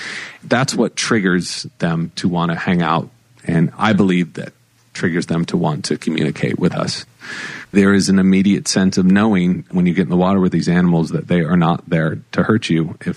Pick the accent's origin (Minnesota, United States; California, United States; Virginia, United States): California, United States; I've never seen a dolphin in LA in my whole life. And I grew up in Orange County.